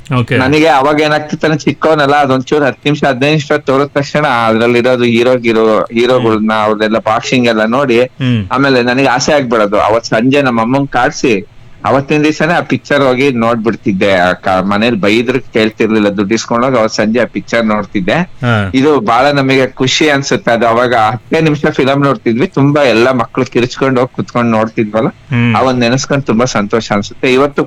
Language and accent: Kannada; BR Project, Karnataka, India; ನಾನು ಹೈಸ್ಕೂಲ್ ಮತ್ತೆ primary school ಎಲ್ಲ ಓದಿದ್ದು BR ಪ್ರಾಜೆಕ್ಟ್ ನಲ್ಲೇ.